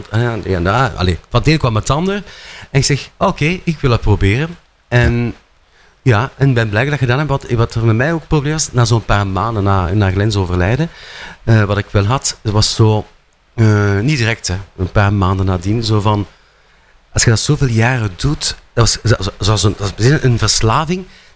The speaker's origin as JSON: {"language": "Dutch", "town": "Brussels", "region": "Brussels-Capital Region", "country": "Belgium", "said": "Ik kom ook van Brussel trouwens, dat kun je aan mijn re horen."}